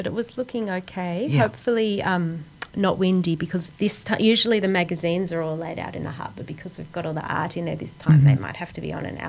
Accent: Bega, New South Wales, Australia; moved away as an adult; I lived here till I was 18, and then mm-hmm. I moved away to go to art school

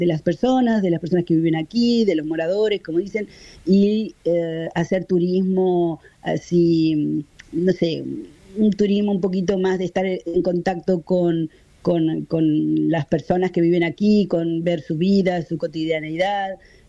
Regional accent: Ensenada, Buenos Aires Province, Argentina; now in Cape Verde; ahí en Ensenada, de donde yo soy

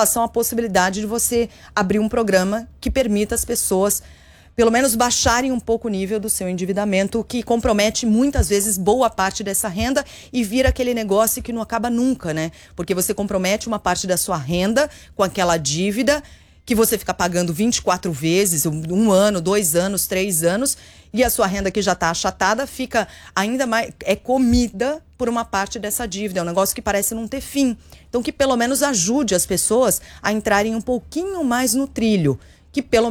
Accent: Brazil

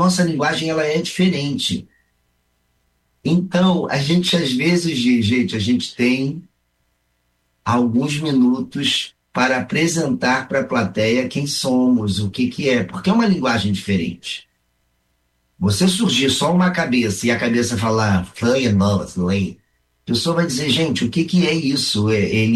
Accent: Rio de Janeiro, Brazil; also born or lived in Alegrete; Eu sou nascido no Rio Grande do Sul, mas a minha vida toda foi no Rio de Janeiro. Eu só nasci no Alegrete e de lá eu vim para o Rio.

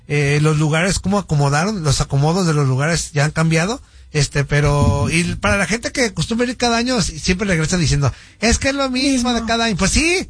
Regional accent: Guadalajara, Jalisco, Mexico; para los que somos tapatíos, a mí sí me emociona el tema de las fiestas de octubre

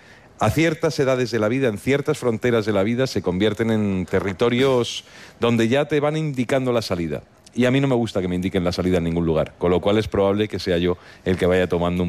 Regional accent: Madrid, Community of Madrid, Spain; No, los que somos de Madrid también tenemos a veces esa sensación de que la ciudad conviene ir distanciándose de ella de vez en cuando.

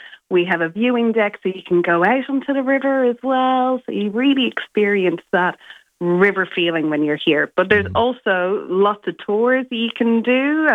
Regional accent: Ireland; moved away as an adult; now in Renmark, Australia; Originally, I'm Irish, and I came here 15 years ago, and I'm the tourist who hasn't left.

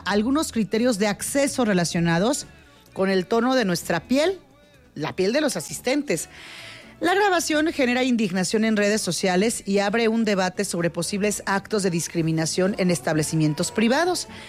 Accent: Mexico; somos mexicanos

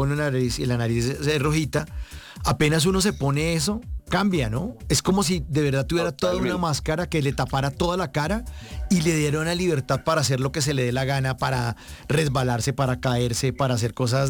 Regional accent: Colombia; Aquí decimos en Colombia, esto sí fue el florero de Llorente.

